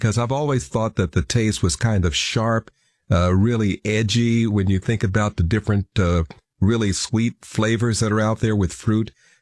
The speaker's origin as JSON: {"language": "English", "town": "Kansas City", "region": "Missouri", "country": "United States", "tie": "born or raised there", "said": "I personal story. I grew up in Kansas City."}